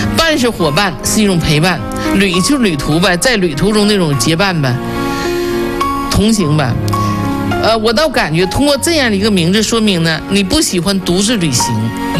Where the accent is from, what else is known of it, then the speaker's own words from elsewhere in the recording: Northeast China, China; 这个膈应应该是我们东北人的哈，东北人的